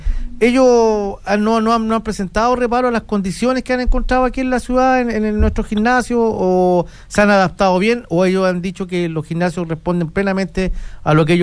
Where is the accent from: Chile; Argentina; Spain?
Chile; solo somos de Chile, somos ciudades pequeñas en comparación con otras grandes urbes de nuestro país